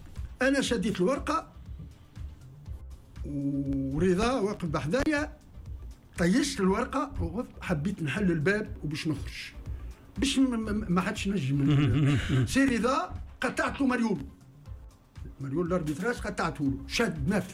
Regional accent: Tunisia; انا تونسي وفي بلادي

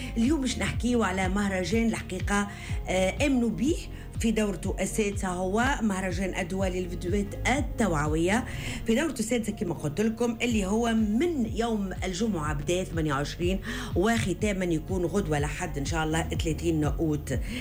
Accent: Tunisia

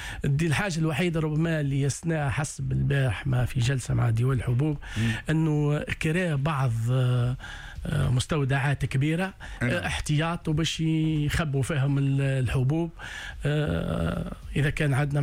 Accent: Tunisia

